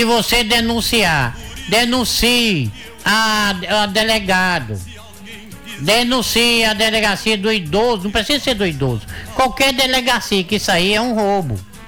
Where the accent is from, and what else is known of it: Northeast Region, Brazil